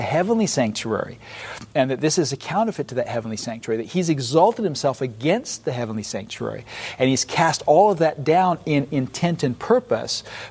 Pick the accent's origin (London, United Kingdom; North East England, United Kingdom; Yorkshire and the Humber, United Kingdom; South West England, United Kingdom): London, United Kingdom; born there